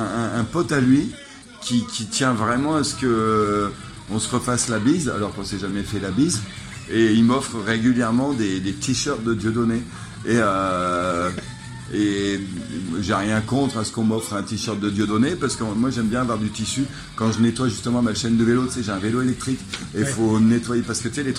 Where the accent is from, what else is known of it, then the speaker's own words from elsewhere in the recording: Hauts-de-France, France; Je crois qu'on n'a pas la même culture, tu sais, moi je suis du Nord.